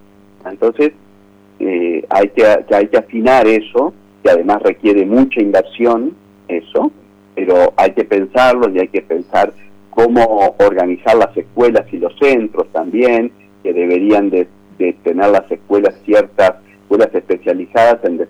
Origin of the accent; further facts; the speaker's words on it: Paysandú, Uruguay; born there; moved away as an adult; now in Salto, Uruguay; En realidad yo nací en Paysandú, estudié en el ICD de Paysandú